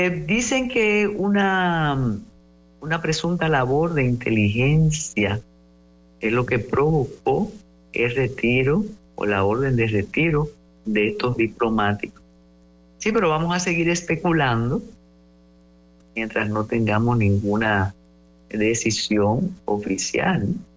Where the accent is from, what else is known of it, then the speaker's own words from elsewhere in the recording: Cuba; now in Dominican Republic; Los cubanos que vivimos en una sociedad democrática como la dominicana conocemos el valor de expresar nuestras opiniones.